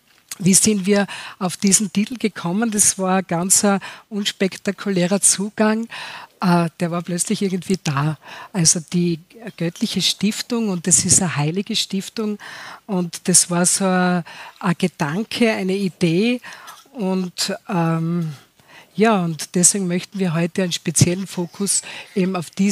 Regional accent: Graz, Styria, Austria; wir kommen aus Graz, sind schon viele Jahre glücklich verheiratet

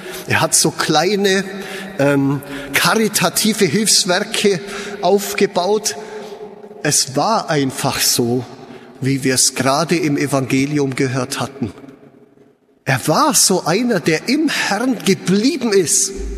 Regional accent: Bavaria, Germany; born there; eine Heilige aus dem Bayernland, ich bin ein gebürtiger Bayer, ein Zugereister quasi

